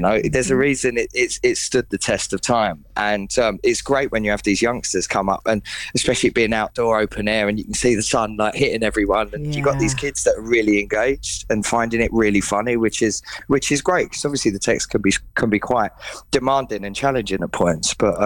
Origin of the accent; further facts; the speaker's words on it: London, United Kingdom; So I'm from East Ham.